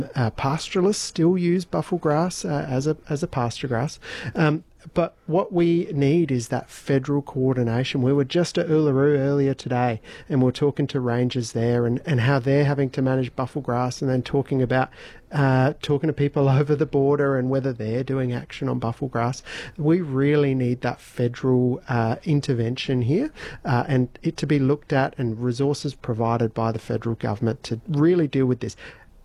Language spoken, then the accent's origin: English; South Australia, Australia; It is going right down to Port Pirie in South Australia. I'm from South Australia.